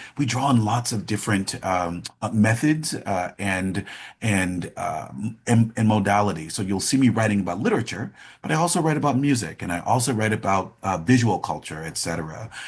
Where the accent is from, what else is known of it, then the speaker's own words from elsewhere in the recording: Mississippi, United States; moved away as an adult; also born or lived in New York City; I moved from Mississippi, where Tougaloo is and where I was born and raised, to New York City.